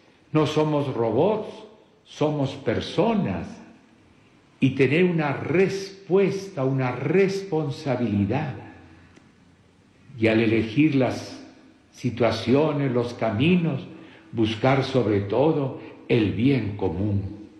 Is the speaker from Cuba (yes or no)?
no; Peru